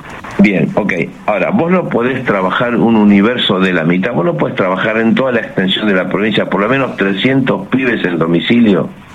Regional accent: Bogotá, Colombia; Mira, yo vengo de Bogotá. Bogotá es una sociedad atravesada por la violencia estructural, son décadas de violencia.

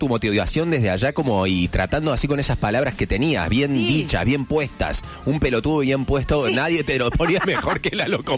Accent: Argentina; representa lo que somos los argentinos. Siempre apostamos por lo mejor

